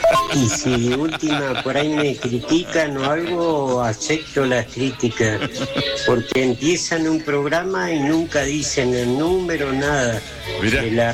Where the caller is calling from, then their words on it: Macachín, La Pampa, Argentina; vivo en Macachina, Pampa